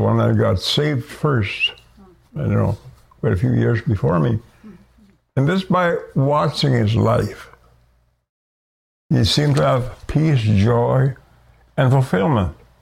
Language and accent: English; Goodfish Lake, Alberta, Canada; I'm from Goodfish Lake, Alberta. And this is where I was born and raised.